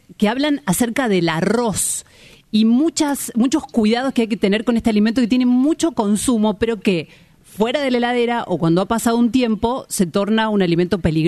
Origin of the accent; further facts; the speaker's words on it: Villa María, Córdoba, Argentina; born there; moved away; nací en Villa María